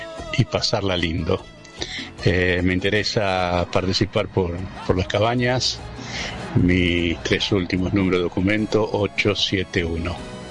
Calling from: La Plata, Buenos Aires Province, Argentina; de La Plata.

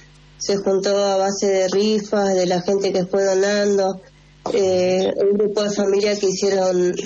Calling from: Malvinas Argentinas, Buenos Aires Province, Argentina

